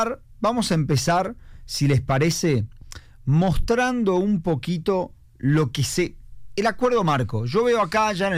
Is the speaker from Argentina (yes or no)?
yes; Argentina; uno lo siente esto como un argentino